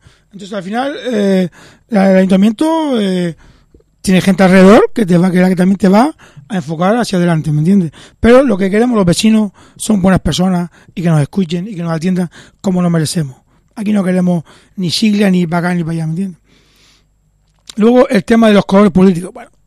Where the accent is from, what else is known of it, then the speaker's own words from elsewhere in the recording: Las Palmas de Gran Canaria, Canary Islands, Spain; Yo soy de Las Palmas